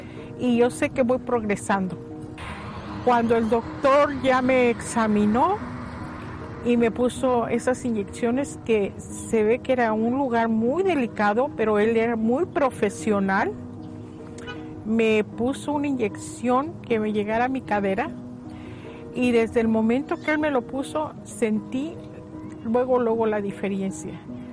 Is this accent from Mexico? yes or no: yes; Mexico City, Mexico; moved away; Yo soy de la Ciudad de México. Llegué aquí, me casé, tuve unos maravillosos hijos, un maravilloso esposo.